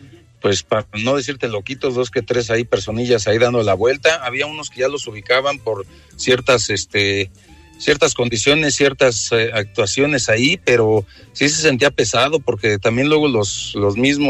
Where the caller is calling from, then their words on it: Ixtapaluca, State of Mexico, Mexico; En Ixtapaluca.